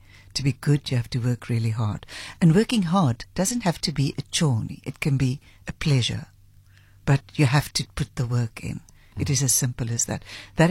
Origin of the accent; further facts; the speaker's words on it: East London, Eastern Cape, South Africa; Yeah, I was a housewife from East London that has decided I'm opening up a company.